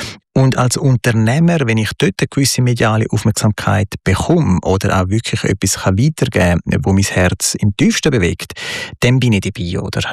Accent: Switzerland; Ich bin Schweizer.

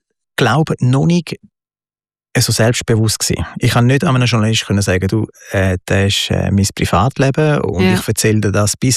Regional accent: Switzerland; Ja, von was kommt es, oder? Ich bin Schweizer.

